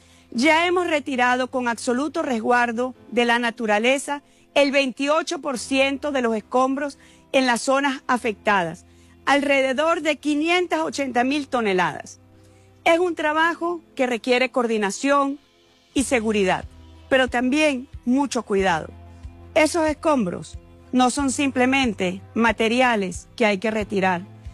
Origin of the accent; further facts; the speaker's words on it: Venezuela; Como venezolana, que me ha ocupado estos meses dirigir acción a los desafíos que nos preocupan como país